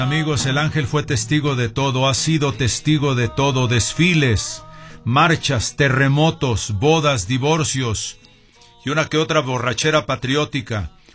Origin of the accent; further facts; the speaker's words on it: Mexico; porque así somos los mexicanos.